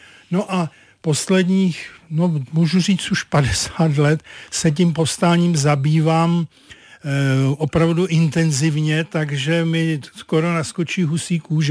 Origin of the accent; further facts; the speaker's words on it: Karlovy Vary, Karlovy Vary Region, Czechia; pocházím z Karlových Varů